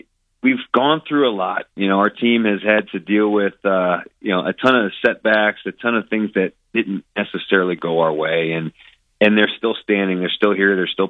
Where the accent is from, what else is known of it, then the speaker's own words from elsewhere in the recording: Ohio, United States; moved away as an adult; now in Iowa, United States; I'm not from Iowa. I'm from Ohio, but I had heard about Northern Iowa living in Ohio